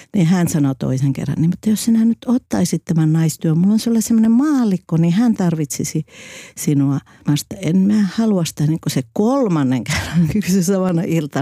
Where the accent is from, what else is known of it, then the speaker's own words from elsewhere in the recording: Kilimanjaro, Tanzania; now in Finland; Kaikki kysyy, mistä mä oon kotosi, niin mä sanoin, että made in Kilimanjaro.